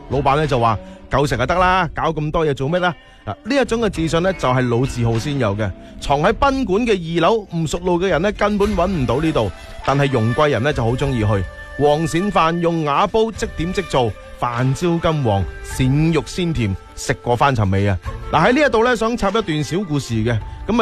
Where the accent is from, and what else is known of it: Foshan, Guangdong, China